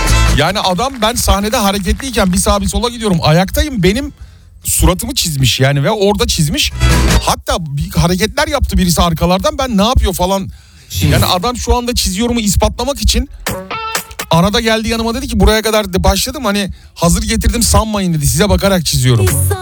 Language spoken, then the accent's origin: Turkish; Istanbul, Turkey; ben doğma büyüme 44 yıllık İstanbullu olmama rağmen görmediğim bir sürü yer varmış.